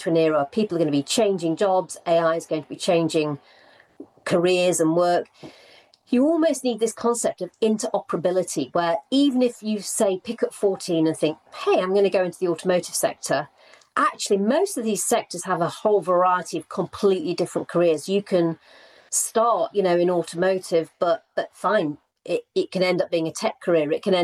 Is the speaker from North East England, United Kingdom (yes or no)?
no; Rotherham, Yorkshire and the Humber, United Kingdom; I never met a lawyer growing up in Rotherham.